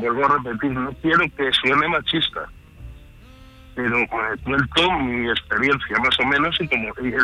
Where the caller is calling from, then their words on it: Guadalajara, Castilla-La Mancha, Spain; ahora vuelvo a Guadalajara, a casa.